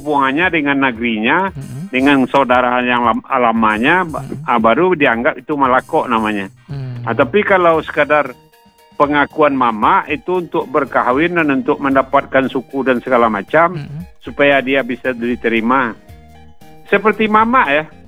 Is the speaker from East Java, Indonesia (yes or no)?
no; Agam, West Sumatra, Indonesia; di kampung kita, di daerah Agam